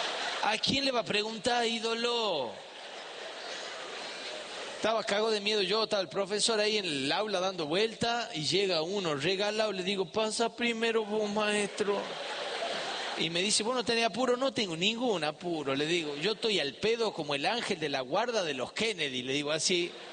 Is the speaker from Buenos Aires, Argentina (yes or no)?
no; Famaillá, Tucumán, Argentina; igual me dieron el carnet de manejo en la dirección de tránsito de la municipalidad de Famaillá, en mi pueblo natal